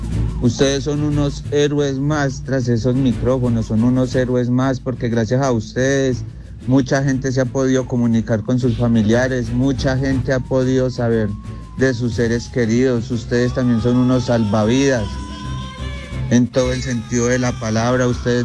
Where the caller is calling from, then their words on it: La Celia, Risaralda, Colombia; Soy un habitante de la Celia Risaralda.